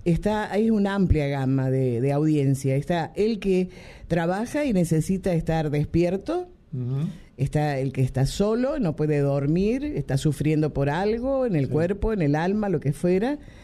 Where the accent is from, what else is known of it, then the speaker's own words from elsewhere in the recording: Tucumán, Argentina; accent: Tucumán; Por ahí dice, ay, le salió el tucumano, porque yo la verdad es que no tengo en cuenta mucho ya la tonada.